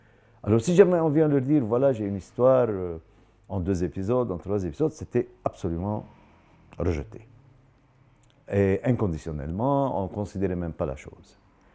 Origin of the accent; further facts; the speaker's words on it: Lebanon; Et si jamais les Arabes vont nous voir, qu'ils nous voient en tant que Libanais, pas en tant que quelqu'un déguisé en arabe